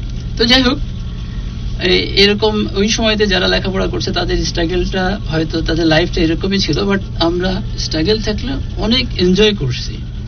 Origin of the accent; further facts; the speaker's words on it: Satyapur, Khulna Division, Bangladesh; born there; আমার জন্ম মাগুরা জেলার একটা স্বনামধন্য গ্রাম, গ্রামটার নাম সত্যপুর।